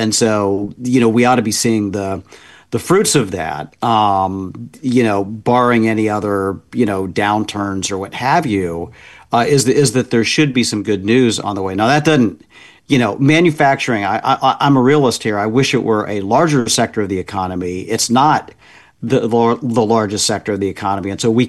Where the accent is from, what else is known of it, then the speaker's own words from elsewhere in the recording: Indiana, United States; I was just back in my home state of Indiana and saw Lilly building a big factory outside of Indianapolis